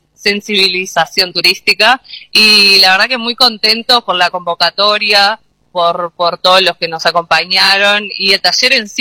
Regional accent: Uruguay

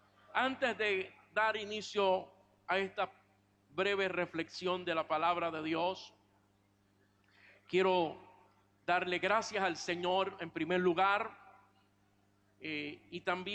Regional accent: Puerto Rico; Yo mañana salgo a mi tierra, Puerto Rico

